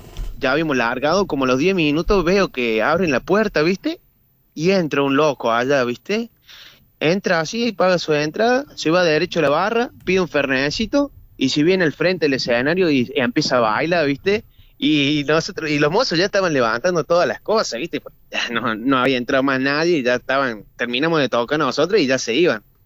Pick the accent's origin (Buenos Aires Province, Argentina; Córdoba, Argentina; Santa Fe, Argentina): Córdoba, Argentina; Alta Gracia; nosotros somos de Altagracia, está a 40 minutos de acá